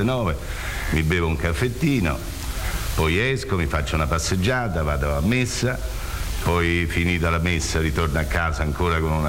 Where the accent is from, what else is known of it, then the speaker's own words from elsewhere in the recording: Rome, Lazio, Italy; Sì, io sono romano e la domenica io compio un'azione che non mi permette più di muovermi.